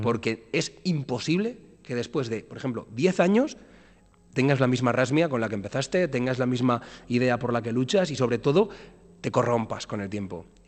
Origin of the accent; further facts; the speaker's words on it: Aragon, Spain; ya estoy en el país